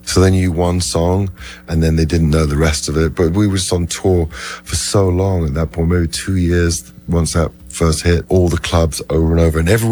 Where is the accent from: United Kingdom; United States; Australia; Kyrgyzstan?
United Kingdom; England; we could totally connect without saying a word with the English culture by being English and together and just hanging out.